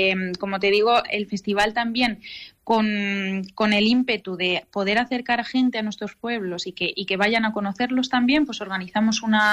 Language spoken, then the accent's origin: Spanish; Villarrobledo, Castilla-La Mancha, Spain; Yo soy de Villarrobledo, entonces digamos que las tres primeras ediciones las hicimos de manera local aquí en Villarrobledo.